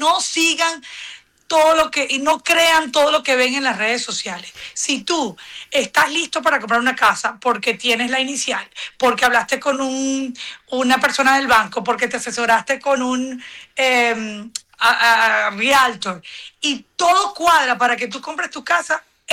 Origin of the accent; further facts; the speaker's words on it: Venezuela; now in United States; Soy venezolana, tengo 26 años en este hermoso país